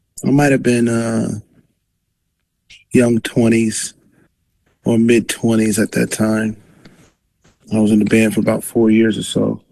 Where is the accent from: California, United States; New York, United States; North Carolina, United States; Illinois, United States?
New York, United States; Brooklyn; I'm from Brooklyn, so I didn't meet them in college at all.